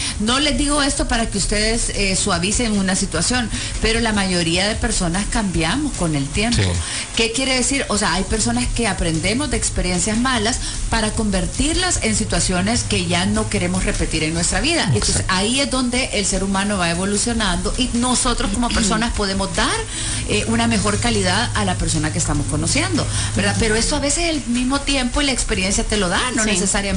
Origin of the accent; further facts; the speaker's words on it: El Salvador; Porque somos metidos los salvadoreñas y salvadoreñas.